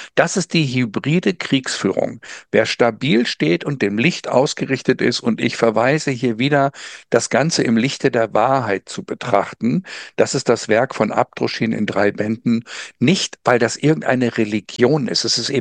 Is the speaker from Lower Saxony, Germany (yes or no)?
yes; Benefeld, Lower Saxony, Germany; Ich bin ja groß geworden in der Nähe von Walsrode in einem Dorf. Benefeld heißt der.